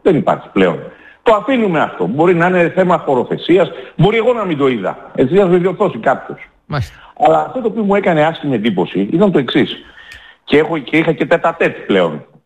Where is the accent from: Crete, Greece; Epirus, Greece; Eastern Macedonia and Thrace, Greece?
Epirus, Greece; Perati; Λοιπόν, κοιτάξτε, βρίσκομαι αυτές τις μέρες στα Γιάννενα, την ιδιαίτερη πατρίδα μου, στην Περάτη Ιωαννίνων, στο μολοσικό οροπέδιο όπως το λέω εγώ.